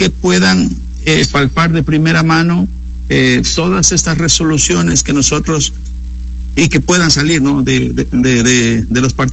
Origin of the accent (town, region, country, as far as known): Orellana, Ecuador